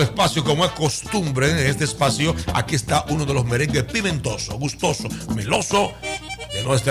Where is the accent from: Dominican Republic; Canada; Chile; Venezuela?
Dominican Republic; now in United States; porque somos dominicanos.